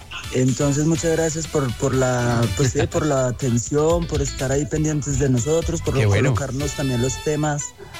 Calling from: Pereira, Risaralda, Colombia; Yo también soy de acá de Pereira

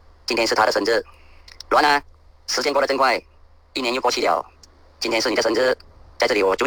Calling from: Kuala Krai, Kelantan, Malaysia; 我是来自吉兰丹州瓜拉基来的

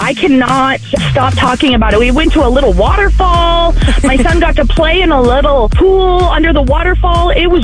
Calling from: Montana, United States; I am actually from Montana visiting

